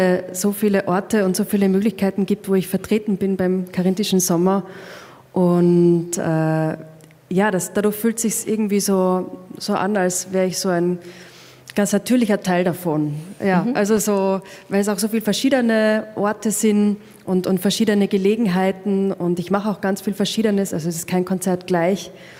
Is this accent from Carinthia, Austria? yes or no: yes; Carinthia, Austria; Ist natürlich für mich als Kärntnerin sehr schwer, gell?